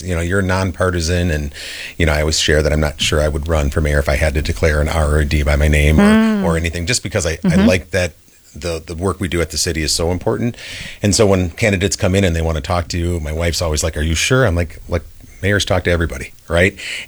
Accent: Milwaukee, Wisconsin, United States; growing up in Milwaukee.

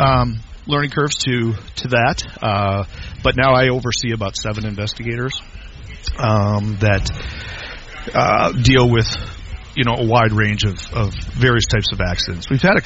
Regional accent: Appleton, Wisconsin, United States; growing up in Appleton, my father was aviation and started coming down here when I was, four?

